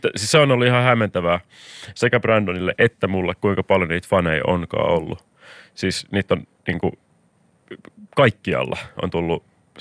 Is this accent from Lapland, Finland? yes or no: no; Helsinki, Uusimaa, Finland; mä oon niin kuin aivan liian Helsingin keskeiseksi, kun mä oon täältä kotoisin ja sitten täällä viettänyt koko elämäni.